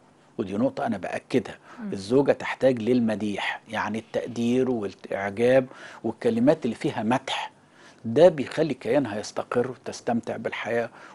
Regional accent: Upper Egypt, Egypt; أنا صعيدي، أنا أبا عن جد صعيدي،

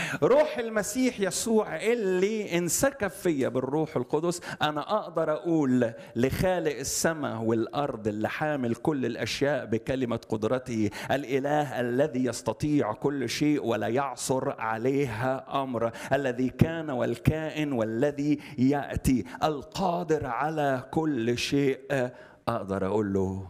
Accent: Alexandria, Alexandria Governorate, Egypt; انا اسكندراني صعيدي اه، بس اسكندراني. عندنا خناقاتنا احنا الاسكندرانيه

